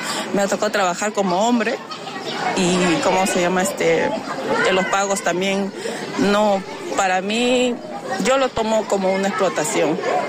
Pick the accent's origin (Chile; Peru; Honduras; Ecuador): Peru; moved away as an adult; now in Spain; me vine a España por un tema de... Allá en mi país, en Perú, hay mucha extorsión.